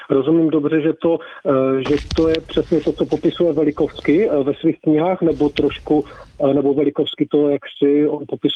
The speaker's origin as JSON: {"language": "Czech", "town": "Ostrava", "region": "Moravian-Silesian Region", "country": "Czechia", "lives_now": "Málaga, Spain", "said": "No, já jsem Ostravák, ze Zámřehu Kotři jsem bydlím."}